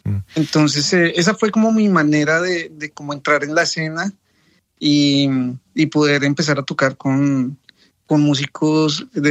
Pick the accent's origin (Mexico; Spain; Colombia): Colombia; now in New York, United States; el hecho de venir de Colombia, que es un país muy rico en distintas tradiciones musicales, tenemos una diversidad increíble en las regiones